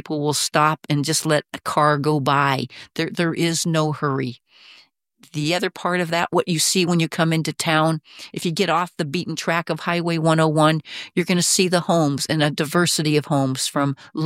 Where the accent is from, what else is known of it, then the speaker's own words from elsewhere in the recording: Aberdeen, Washington, United States; Myself and my sweetie came here 35 years ago. I came from Aberdeen, Washington.